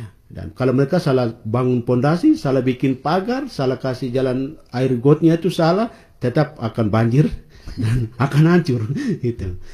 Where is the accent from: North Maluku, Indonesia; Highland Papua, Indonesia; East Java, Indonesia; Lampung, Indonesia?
Highland Papua, Indonesia; Wamena; kami orang Papua, apalagi kami orang Wamena